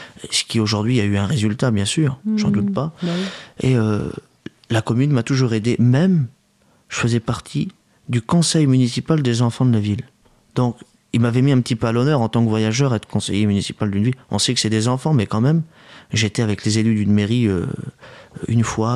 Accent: France; on est français, avant tout. Moi je suis voyageur, je suis en errance

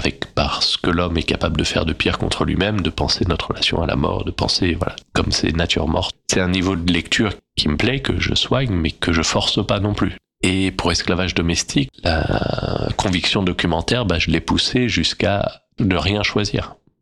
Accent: Île-de-France, France; l'île de France, là où j'ai grandi, et donc autour de Paris, ou des endroits que je connais bien.

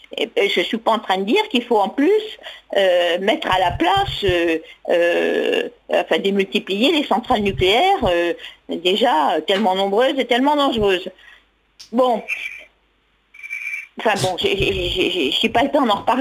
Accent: France; moved away; C'est dans mon village natal que ça se passe.

